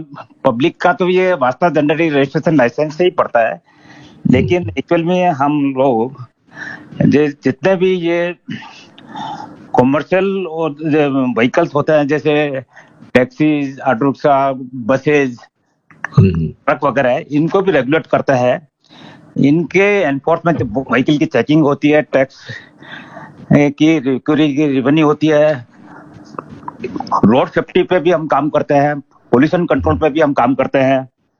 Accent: Jaipur, Rajasthan, India; also born or lived in Gorir, Jhunjhunu district; मेरा जन्म तो गांव में हुआ, लेकिन क्योंकि पापा एजी ऑफिस में थे तो हम जयपुर शिफ्ट हो गए थे।

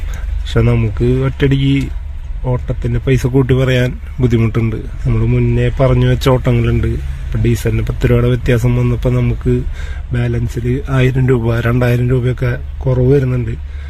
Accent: Thrissur, Kerala, India; തൃശ്ശൂരാണ് സ്ഥലം.

